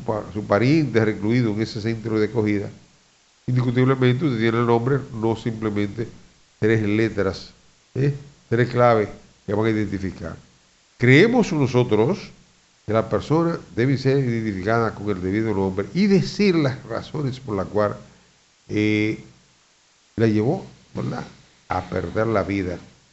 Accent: Dominican Republic; somos dominicanos

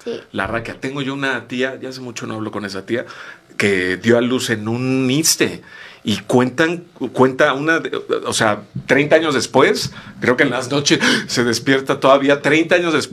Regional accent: Mexico City, Mexico; born there; creo que está en la Roma, ¿no? Gente, ahí nací.

